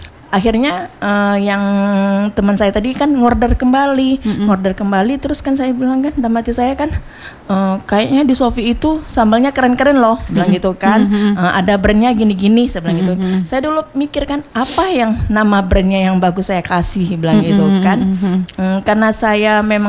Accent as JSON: {"language": "Indonesian", "town": "Air Molek", "region": "Riau", "country": "Indonesia", "tie": "born or raised there", "said": "kampung saya kan di Air Molek."}